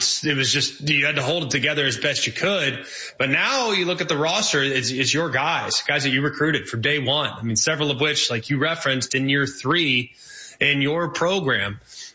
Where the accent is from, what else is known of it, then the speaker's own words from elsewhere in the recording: Texas, United States; I'm just curious, you know, because I'm from Texas. I went to Alabama.